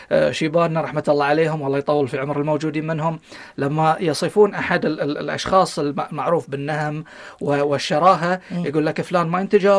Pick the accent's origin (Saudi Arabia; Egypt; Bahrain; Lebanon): Bahrain; accent: Bahraini and Gulf dialect; احنا في يعني لهجتنا البحرينية والخليجية